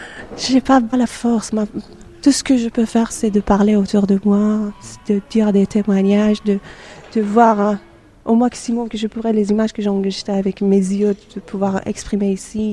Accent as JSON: {"language": "French", "country": "Iran", "moved": "yes", "said": "j'ai pris cette décision de venir en Iran. Je l'ai dit une fois, j'étais à 3h, 4h de chez moi."}